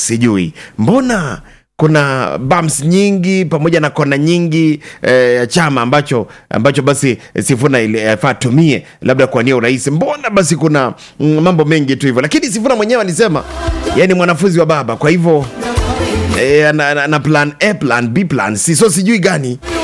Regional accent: Nyanza, Kenya; Of course … ni kutoka hapa. Hapa hapa si kwa mlima, natoka hapa Nyanza. Hapa tu, hapa Nyanza.

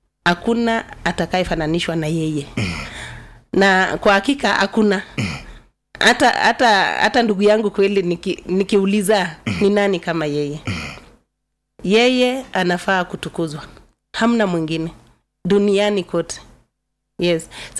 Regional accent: Cheptiret, Uasin Gishu County, Kenya; born there; moved away as an adult; also born or lived in Tuluet; now in Chepkoiyo, Kenya; Mimi ni mzaliwa wa Cheptiret. Hapo hapo tu si mbali. Nikaolewa Tuluet. Si mbali na hapo pia.

